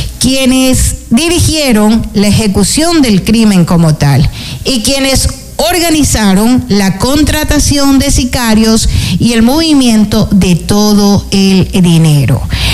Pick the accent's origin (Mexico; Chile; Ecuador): Ecuador; como ecuatoriana también me siento así